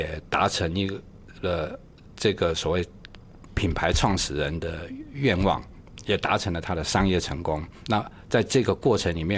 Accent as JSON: {"language": "Chinese", "country": "Taiwan", "said": "我从来不觉得我是一个台湾人。"}